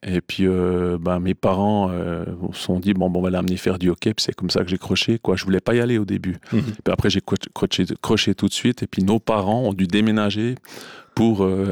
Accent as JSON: {"language": "French", "town": "Courtemaîche", "region": "Jura", "country": "Switzerland", "said": "Je viens de Courtemèche."}